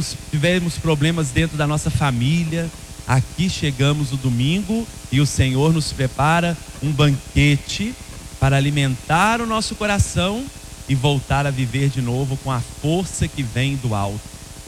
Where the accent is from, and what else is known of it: Brazil